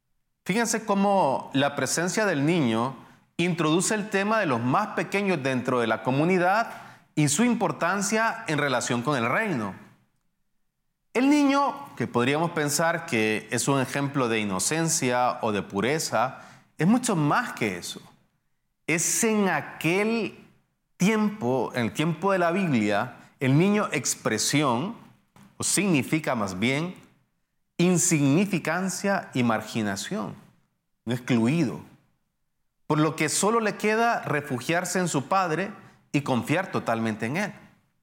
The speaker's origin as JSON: {"language": "Spanish", "town": "Tegucigalpa", "region": "Francisco Morazán", "country": "Honduras", "tie": "born or raised there", "said": "En mi país, aquí en Honduras"}